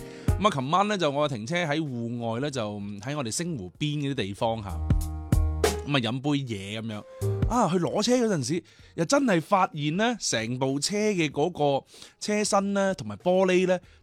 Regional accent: Guangdong, China; 离开我哋广东，我哋广东人

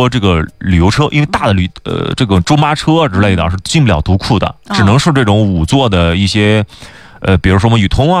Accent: Xinjiang, China; 作为一个土生土长从小在新疆长大的一个男孩子啊，我是有去过很多非常美的地方

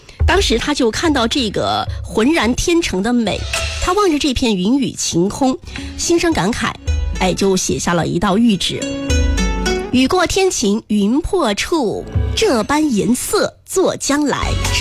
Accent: China; 我们中国人

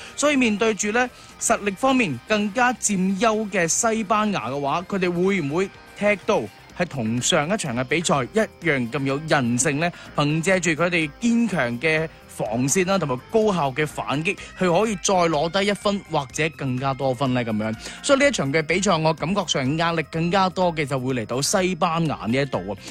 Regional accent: Guangdong, China; 我哋广东人讲咧 hea 打

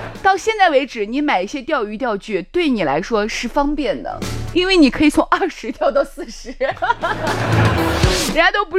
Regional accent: Chang'an County, Shaanxi, China; accent: Shaanxi dialect, Chang'an County dialect; 我们陕西话长安县话就叫

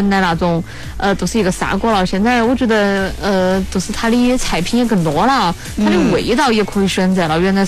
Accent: Chongqing, China

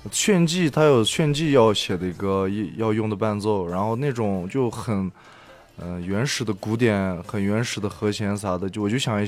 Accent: Tekes, Xinjiang, China; 然后我生在我们伊犁的特克斯八卦城

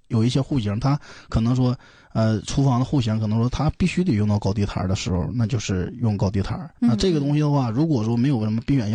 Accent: Hegang, Heilongjiang, China; accent: Northeastern (Dongbei); 我是黑龙江人。

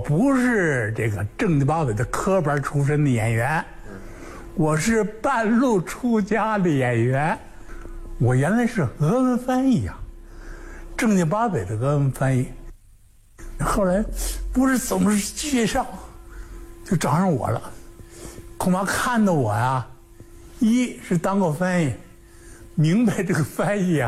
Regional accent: Northeast China, China; 我是东北人，在这个当了14年的亡国奴

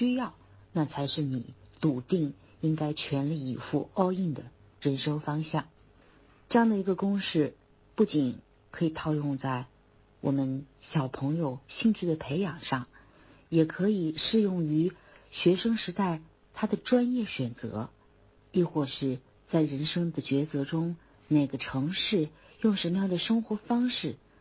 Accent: Huangshan, Anhui, China; moved away as an adult; 1987年2月15日，在黄山的脚下，我出生在黄山市黄山区的一片果园里。在17岁以前，我都没有离开过黄山。17岁，我在那里完成了幼儿园、小学、中学和高中的所有学业。

